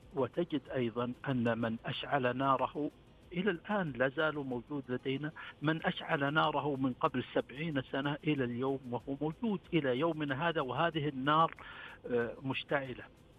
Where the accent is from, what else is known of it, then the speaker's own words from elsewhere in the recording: Ha'il, Ha'il Province, Saudi Arabia; نحن في حائل